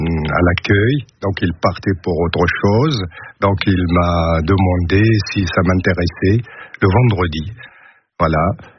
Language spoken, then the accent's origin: French; Morocco; moved away as an adult; now in France; lorsque je suis venu du Maroc à 19 ans, au bout d'un an, deux ans, je ne comprenais pas ici, je n'ai jamais sorti du Maroc.